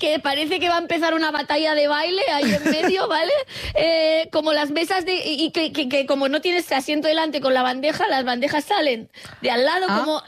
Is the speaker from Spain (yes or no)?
yes; Catalonia, Spain; Sabemos que soy catalana.